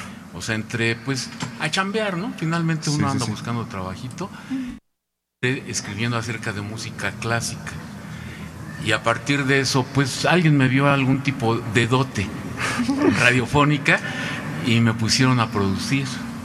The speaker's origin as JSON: {"language": "Spanish", "town": "Texcoco", "region": "State of Mexico", "country": "Mexico", "said": "Y llegué después a Radio Chapingo porque soy de Texcoco."}